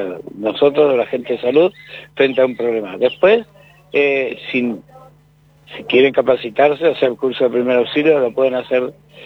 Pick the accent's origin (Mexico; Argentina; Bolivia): Argentina